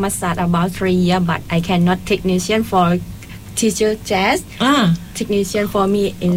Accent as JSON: {"language": "English", "region": "Nakhon Si Thammarat", "country": "Thailand", "second_language": "English", "moved": "yes", "lives_now": "Phuket, Thailand", "said": "I come from Nakhon Si Thammarat"}